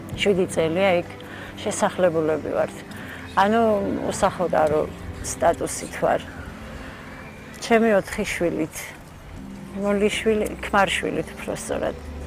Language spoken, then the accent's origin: Georgian; Mestia, Samegrelo-Zemo Svaneti, Georgia; moved away as an adult; now in Tbilisi, Georgia; მე თვითონ მესტიიდან ვარ.